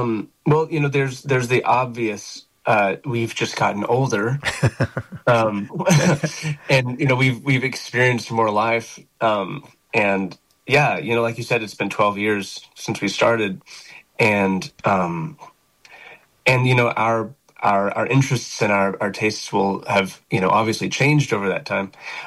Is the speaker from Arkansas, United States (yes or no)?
yes; Arkansas, United States; moved away as an adult; also born or lived in Jonesboro, Arkansas / Nashville, Tennessee; I was born in Jonesboro, and my parents both went to ASU. They're from Batesville, and I've still got grandparents in Batesville, and cousins and aunts and uncles and the whole thing. And I spent my entire pre-college life in Arkansas and went to Nashville for college.